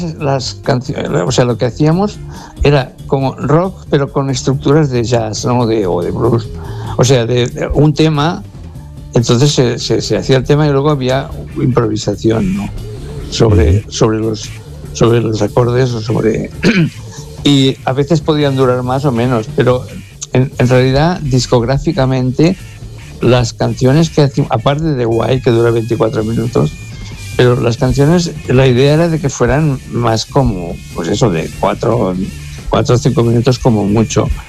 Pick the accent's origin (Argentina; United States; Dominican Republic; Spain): Spain; Catalonia; Bueno, como los catalanes siempre hemos sido un pueblo derrotado.